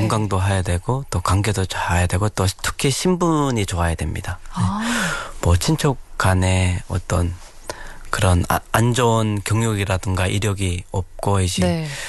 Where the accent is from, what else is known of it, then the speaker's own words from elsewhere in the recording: Nampo, North Korea; moved away as an adult; 북한에서 태어나서 이제 초중고를 졸업하고 이제 군대에 가서 한 10년 정도 있다가